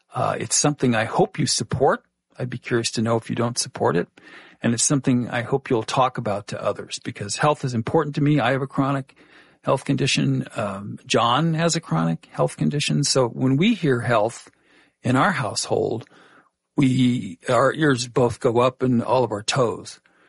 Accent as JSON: {"language": "English", "region": "California", "country": "United States", "tie": "born or raised there", "said": "And I found myself jealous of my home state of California."}